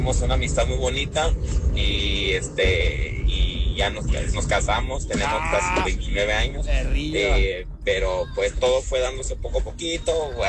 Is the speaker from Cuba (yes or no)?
no; Mazatlán, Sinaloa, Mexico; como ya sabrás, te lo he comentado varias veces, yo soy de Mazatlán